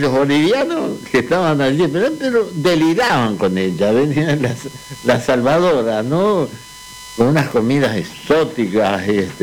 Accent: Guatemala; moved away as an adult; also born or lived in Buenos Aires, Argentina; Yo salí de Guatemala y me metí en Guatepeor cuando me fui a la Argentina

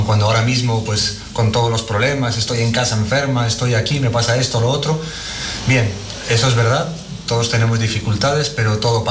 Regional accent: Madrid, Community of Madrid, Spain; yo soy español, soy de Madrid y llevo aquí en Sarandí el día apenas 2 días, creo, ya 2 o 3 días.

